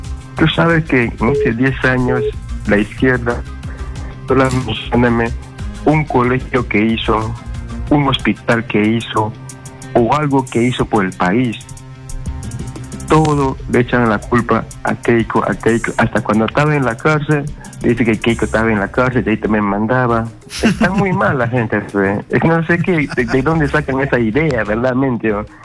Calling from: Santa Anita, Lima, Peru; De acá de Santanita

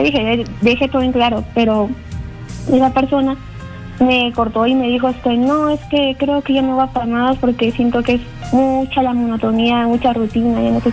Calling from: Ica, Peru

